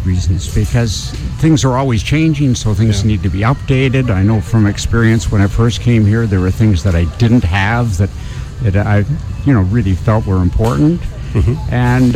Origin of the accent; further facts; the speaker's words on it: Ancaster, Ontario, Canada; moved away as an adult; also born or lived in Toronto / London, Ontario; now in Goderich, Canada; I grew up in Ancaster, which was a pretty small area at that time.